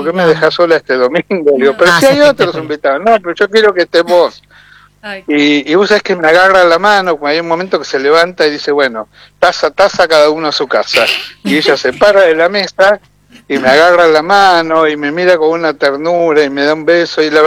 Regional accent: Buenos Aires, Argentina; de Argentina, de Buenos Aires, la ciudad que más teatro tiene en el mundo

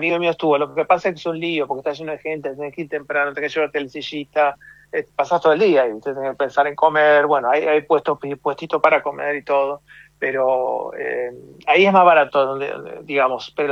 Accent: Buenos Aires, Argentina; moved away; somos de Buenos Aires originalmente.

